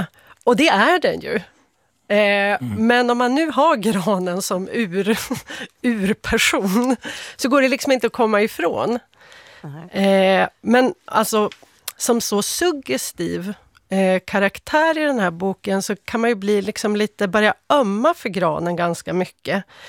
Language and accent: Swedish; Västerbotten County, Sweden; Jag växte upp i Västerbotten.